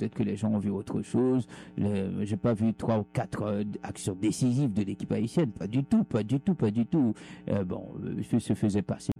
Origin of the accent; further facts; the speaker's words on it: Haiti; Je veux dire tout simplement, comme je suis haïtien, je ne sais pas si j'ai une licence ou si j'ai le feu vert de dire ça parce que je suis haïtien.